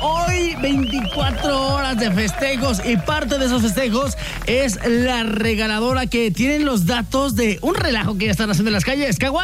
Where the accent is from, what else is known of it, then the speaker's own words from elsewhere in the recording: Mexico; Y es que en México festejamos por todo y por nada.